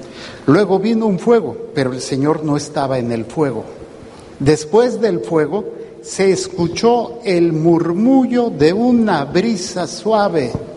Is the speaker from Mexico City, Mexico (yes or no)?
yes; Mexico City, Mexico; born there; allá en la parroquia donde nací, en la Pasión, la Sagrada Pasión, allá en la Ciudad de México